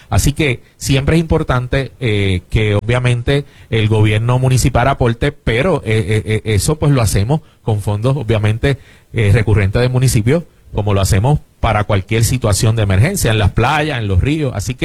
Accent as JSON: {"language": "Spanish", "town": "Río Grande", "country": "Puerto Rico", "tie": "born or raised there", "said": "yo, que viví allí, a la falda del Yunque desde niño, lo que pasa es que cuando uno hace un reclamo a nivel de puertorriqueño, de riograndeño"}